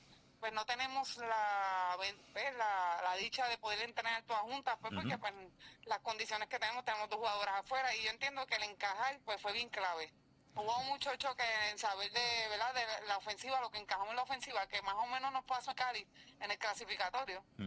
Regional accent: Puerto Rico; Y soy bien puertorriqueña

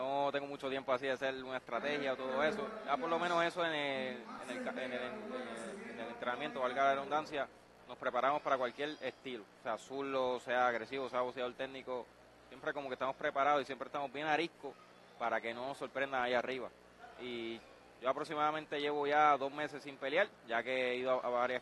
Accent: Yauco, Puerto Rico; para Yauco, para mi pueblo

